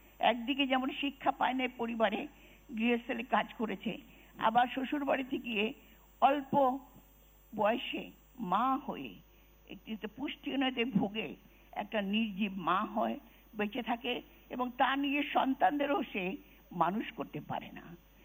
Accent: Bangladesh

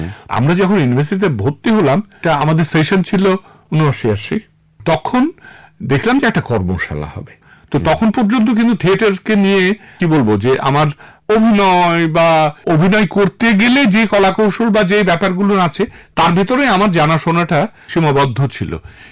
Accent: Rajshahi Division, Bangladesh; আমি মূলত রাজশাহীর ছেলে, গ্রামের স্কুলেই প্রাইমারি পর্যন্ত লেখাপড়া

